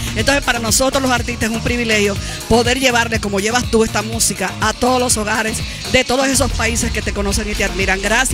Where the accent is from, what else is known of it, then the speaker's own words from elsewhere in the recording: Dominican Republic; now in New York, United States; los dominicanos en nuestro país